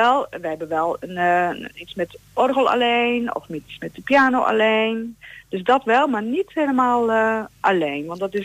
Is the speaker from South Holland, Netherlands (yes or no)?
no; Gelderland, Netherlands; En wij komen uit Doorsbeek bij Elburg. Dat is wel dichtbij.